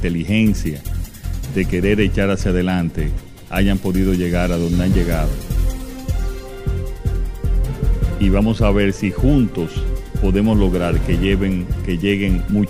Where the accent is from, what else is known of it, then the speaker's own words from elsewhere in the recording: Dominican Republic; me siento muy orgulloso como dominicano